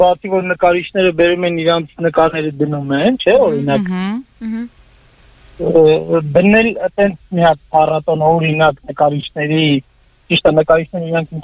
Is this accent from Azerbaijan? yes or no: yes; Nagorno-Karabakh, Azerbaijan; ես Արցախից եմ